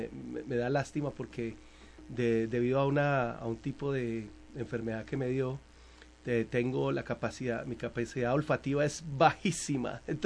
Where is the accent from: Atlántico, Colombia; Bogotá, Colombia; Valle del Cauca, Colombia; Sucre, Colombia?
Valle del Cauca, Colombia; Cartago; now in Chicago, United States; tengo una historia de juventud y de niñez muy, muy bonita, muy bella de Cartago.